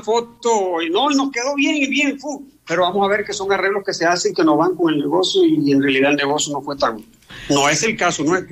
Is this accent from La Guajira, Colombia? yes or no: yes; Villanueva, La Guajira, Colombia; Vamos a hacer un recorrido por Villanueva, por mi pueblo, por el barrio.